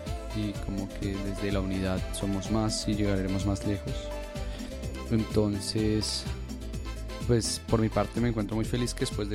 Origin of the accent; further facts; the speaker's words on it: Bogotá, Colombia; y ese tiempo allá me sirvió bastante para conocer también la escena local de mi territorio y pues de donde vengo, que es Bogotá.